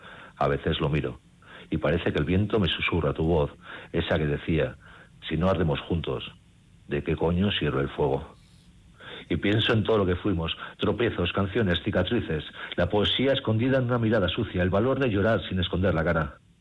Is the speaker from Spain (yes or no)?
yes; Navarre, Spain; tengo un pequeño poemario dedicado a Navarra, a las merindades de Navarra, que, pues eso, que habla un poco de cada merindad, un poco de amor a mi tierra.